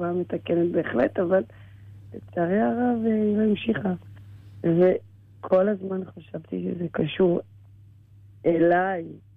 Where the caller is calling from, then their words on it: Central Israel, Israel; אני מהמרכז.